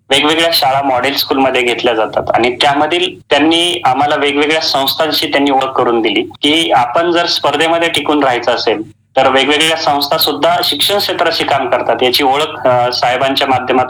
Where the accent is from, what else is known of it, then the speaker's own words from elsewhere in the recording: Chikhali, Maharashtra, India; moved away as an adult; also born or lived in Kalamnuri, Hingoli; now in Pune district, India; तसं माझं मूळ गाव बीड जिल्ह्यातील चिखली या गावी, खरं तर चिखली गाव म्हटलं तर एक आध्यात्मिक वारसा लाभलेलं गाव आहे